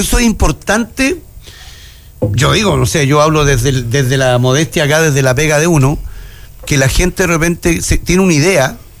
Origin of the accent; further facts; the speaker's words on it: Antofagasta, Chile; soy de Antofagasta.